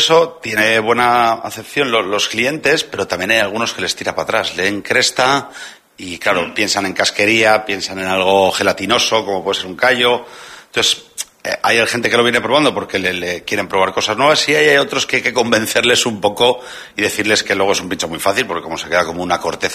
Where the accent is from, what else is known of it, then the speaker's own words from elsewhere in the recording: Segovia, Castile and León, Spain; moved away; yo que soy de Segovia